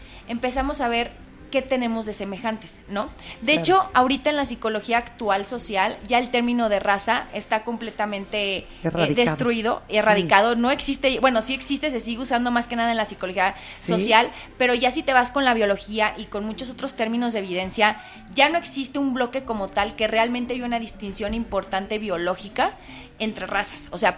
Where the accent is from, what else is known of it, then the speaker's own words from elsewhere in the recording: San Luis Potosí, Mexico; nosotras que somos potosinas